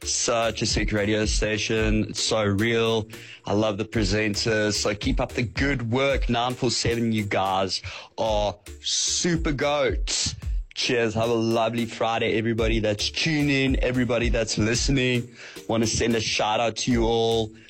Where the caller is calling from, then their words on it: Jeffreys Bay, Eastern Cape, South Africa; I'm tuned in from the Eastern Cape, Jeffreys Bay. So it's raining here.